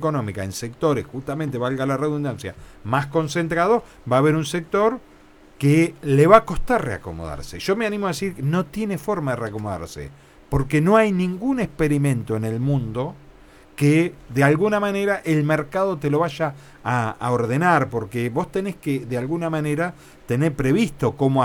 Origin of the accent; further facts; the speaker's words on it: Argentina; Me paro como el tema, como argentino.